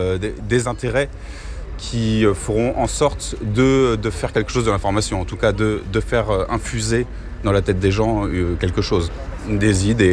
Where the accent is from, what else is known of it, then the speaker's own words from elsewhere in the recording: Nouvelle-Aquitaine, France; now in Dordogne, France; J'ai grandi un peu à la campagne, vers Angoulême, en Charente.